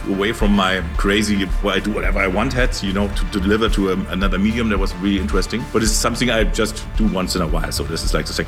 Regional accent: Munich, Bavaria, Germany; now in Berlin, Germany; I grew up in Munich, where everything stops at 8 o'clock in the evening, and on Sunday or on Saturday then no shops are open.

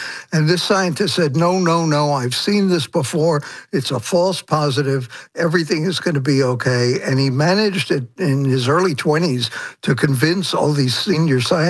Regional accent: Brooklyn, New York, United States; born or raised there

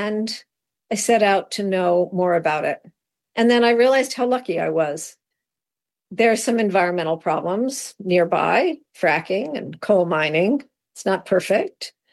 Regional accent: East Coast, United States; I came from the East Coast. My husband is the Pittsburgher.

